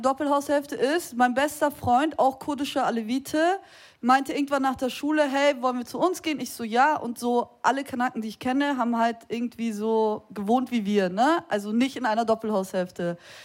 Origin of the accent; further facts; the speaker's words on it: Vienna, Austria; Geboren und in Wien ganz lang gewesen.